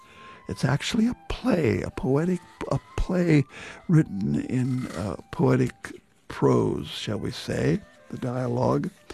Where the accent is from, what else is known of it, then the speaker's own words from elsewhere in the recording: United States; I'm obviously an American